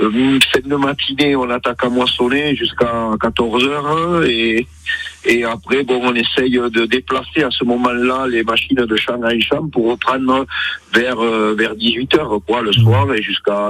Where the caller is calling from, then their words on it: Cabanac-Séguenville, Occitanie, France; moi je l'appelle du canton de Cadour, plus précisément de Cabanac-Séquenvillers.